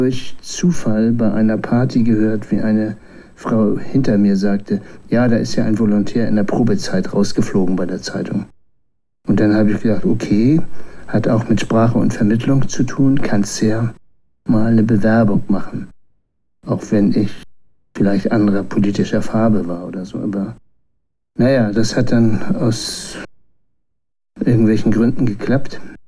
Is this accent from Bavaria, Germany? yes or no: no; Lüneburg, Lower Saxony, Germany; Naja, ich bin in Lüneburg geboren, auf dem Dorf, 10 Kilometer weiter aufgewachsen, zum Johanneum gegangen